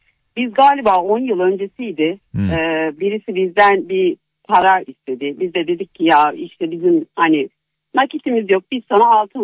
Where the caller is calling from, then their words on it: Belgium; Normalde biz Belçika'da oturuyoruz.